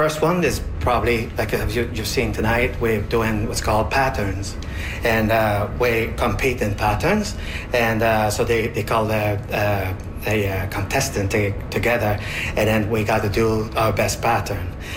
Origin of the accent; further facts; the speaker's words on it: Quebec, Canada; moved away as an adult; now in Nunavut, Canada; We're originally from Quebec. We live in Nunavut now for several years.